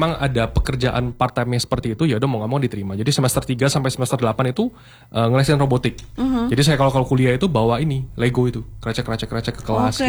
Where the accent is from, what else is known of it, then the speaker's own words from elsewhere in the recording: Jakarta, Indonesia; moved away as an adult; now in Malang, Indonesia; saya ini kebetulan asli Jakarta. Saya kuliah di Malang di Brawijaya.